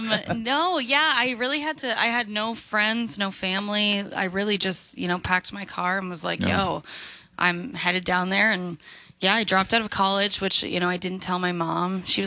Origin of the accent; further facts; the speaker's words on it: Canada; moved away as an adult; now in Nashville, United States; I'm Canadian.